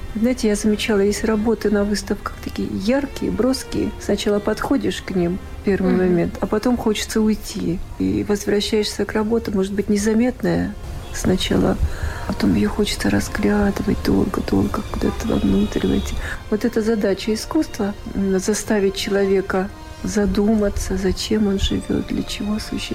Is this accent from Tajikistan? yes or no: yes; Tajikistan; я, поскольку родилась в Таджикистане, жила, я знаю хорошо этот материал, эту одежду, быт, кухню